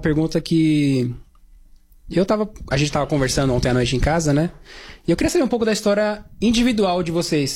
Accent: Duque de Caxias, Rio de Janeiro, Brazil; Sou de Duque de Caxias.

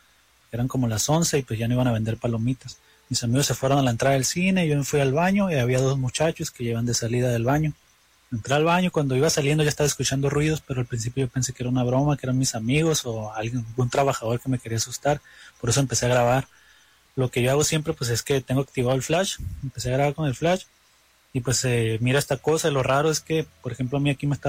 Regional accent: Mexicali, Baja California, Mexico; en varios cines de aquí de Mexicali, yo soy de Mexicali

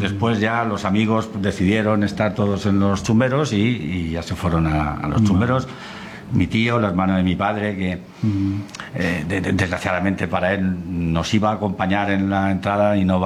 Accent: Ibi, Valencian Community, Spain; Madre mía, soy de IBI, mi familia es de IBI de toda la vida.

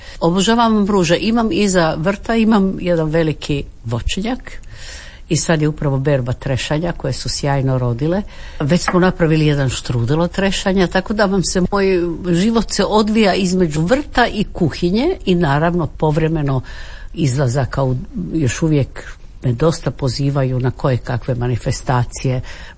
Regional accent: Zagreb, City of Zagreb, Croatia; also born or lived in Split / Imotski; Sve moje uspomene, dakle, od tih prvih fotografija koje ja imam na Zrinjevcu sa tim mufom i onako nekoj kapici, sve je to vezano uz Zagreb.

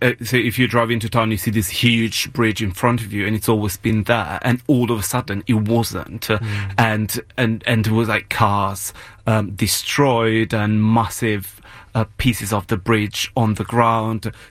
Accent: Genoa, Liguria, Italy; I was actually in my hometown. I was driving into town from my parents' place, and I did see it.

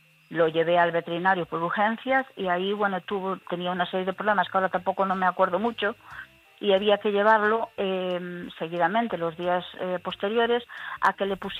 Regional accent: La Lanzada, Galicia, Spain

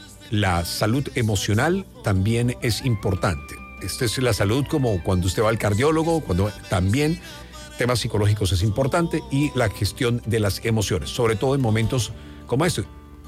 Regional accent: Caribbean Region, Colombia; creo que hemos sido privilegiados por el Creador para escogernos, para residir, para nacer, para crecer y desarrollarnos en un ambiente como el Caribe colombiano

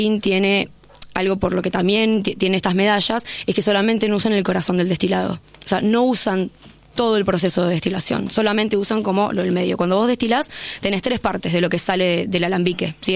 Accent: Argentina; Nosotros, como argentinos

